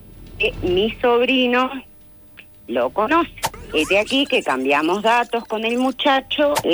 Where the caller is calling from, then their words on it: Pinamar, Canelones, Uruguay; yo vivo en Pinamar.